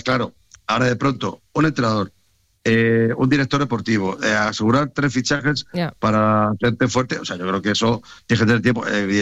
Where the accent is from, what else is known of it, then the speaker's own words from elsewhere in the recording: Madrid, Community of Madrid, Spain; no olvides que soy madrileño.